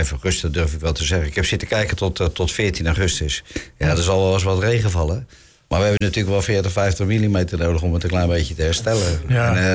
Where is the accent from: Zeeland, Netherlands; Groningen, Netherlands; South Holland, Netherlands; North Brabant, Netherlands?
South Holland, Netherlands; Westland; Nou, ik kom uit Westland